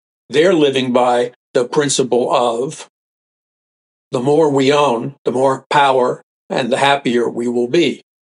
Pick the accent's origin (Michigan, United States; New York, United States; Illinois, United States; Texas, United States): New York, United States; New York City; I remember growing up in New York City, people talked very straight